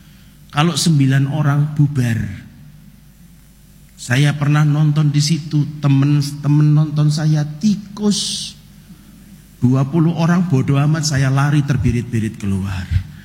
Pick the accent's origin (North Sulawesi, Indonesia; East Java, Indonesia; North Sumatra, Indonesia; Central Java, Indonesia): Central Java, Indonesia; also born or lived in Jakarta; Lah saya ini orang Jawa Tengah